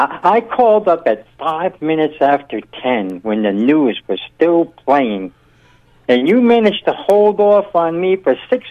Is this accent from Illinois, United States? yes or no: no; Brooklyn, New York, United States; I grew up in East Brooklyn, Quebec Square.